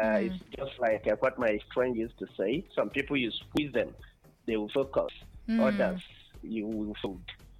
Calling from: Borno, Nigeria; I'm calling in from Akeze Borno State.

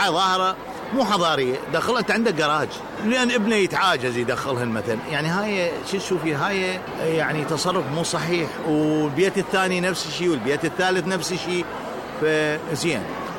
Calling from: Basra, Basra Governorate, Iraq; أكو ناس هاجرت من البصرة، أحكي من واقع البصرة أحكي لك هسه

